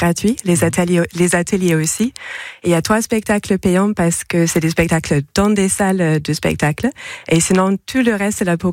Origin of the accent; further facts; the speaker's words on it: West Midlands, United Kingdom; French is a second language; now in France; Moi, je suis britannique, je viens d'à côté de Birmingham, même si ça fait maintenant pas mal de temps que je suis en France.